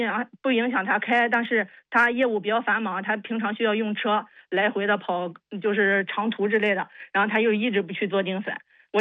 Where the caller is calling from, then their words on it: Shandong, China; 我是在山东